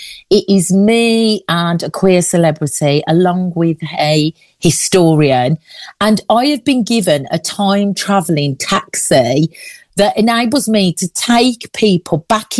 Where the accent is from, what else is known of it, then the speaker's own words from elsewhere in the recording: Birmingham, West Midlands, United Kingdom; now in London, United Kingdom; because I am originally from Birmingham, although I have to emphasise that I now live in London because I'm a full-time drag king.